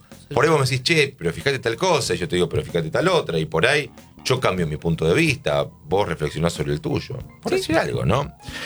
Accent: José de San Martín, Chubut, Argentina; born there; yo nací en José de San Martín Chubut, es un pueblo muy chico, un pueblo de primera, porque ponés segundo y salís del pueblo.

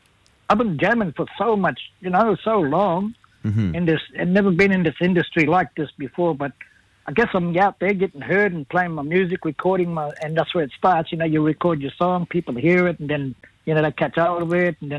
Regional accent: Kuranda, Queensland, Australia; Well, I'm from Coranda, just a little place up in the rainforest from Cairns. My tribe is Jabbagai and Western Yalanji.

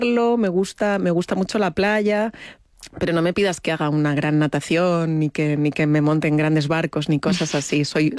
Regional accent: Madrid, Community of Madrid, Spain

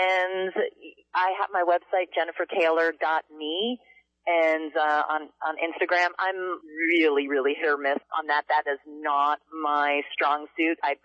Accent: Hoboken, New Jersey, United States; born there; also born or lived in North Bergen / Florida

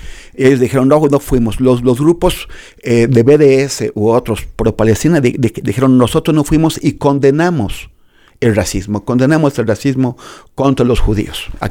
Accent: Mexico; O sea, nosotros como mexicanos, sí.

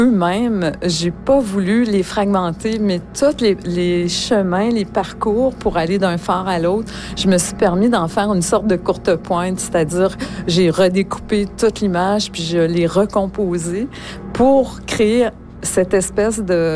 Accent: Quebec, Canada; Parce que moi, je viens du Sud.

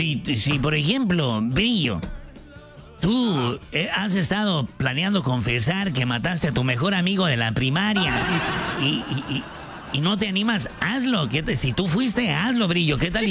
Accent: Ciudad Obregón, Sonora, Mexico; also born or lived in Mexico City; Yo soy de Sonora, de Obregón, Sonora, para los que no saben.

